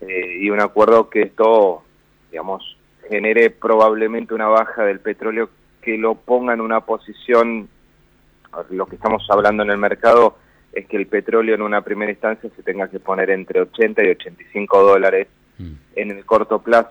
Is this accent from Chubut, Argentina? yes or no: no; Buenos Aires, Argentina